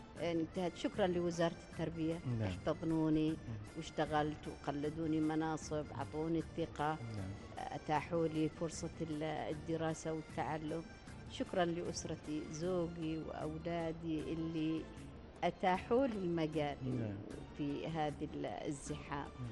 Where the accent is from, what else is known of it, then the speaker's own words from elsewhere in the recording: Oman; also born or lived in Sohar / Muscat; عندنا في عمان